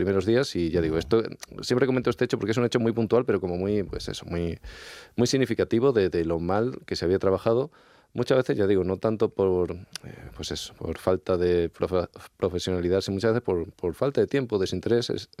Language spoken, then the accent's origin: Spanish; Extremadura, Spain; Yo soy extremeño, ¿vale? No exactamente de Puerto Urraco ni de esa zona, pero bueno, soy extremeño.